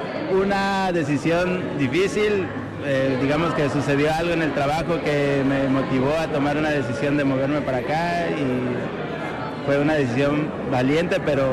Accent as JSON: {"language": "Spanish", "town": "Coatzacoalcos", "region": "Veracruz", "country": "Mexico", "lives_now": "Brussels, Belgium", "said": "es un jarocho del sur, soy de Coatzacoalcos, Veracruz, que está viviendo una bonita aventura acá en Bruselas"}